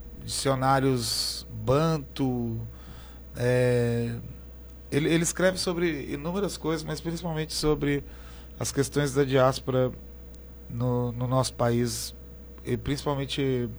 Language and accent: Portuguese; Taubaté, São Paulo, Brazil; born there; accent: taubatiano; Eu nasci em Taubaté